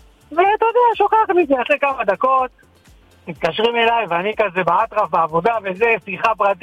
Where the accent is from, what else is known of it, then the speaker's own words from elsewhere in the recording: Jerusalem, Jerusalem District, Israel; born there; moved away as an adult; also born or lived in Petah Tikva; now in Ariel; אני גם דור עשירי בירושלים. עכשיו אמנם עזבנו את ירושלים, אבל בעיקרון דור עשירי.